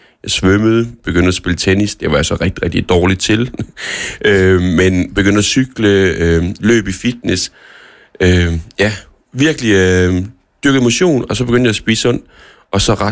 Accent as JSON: {"language": "Danish", "town": "Randers", "region": "Central Denmark Region", "country": "Denmark", "tie": "born or raised there", "said": "Jeg er Randers-dreng."}